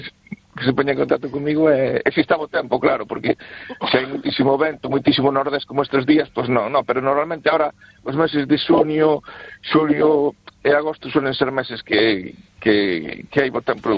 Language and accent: Galician; Cee, Galicia, Spain; now in A Coruña, Spain; con que levo 23 anos pescando aquí na Coruña, teño outro no meu pobo, que é Cé.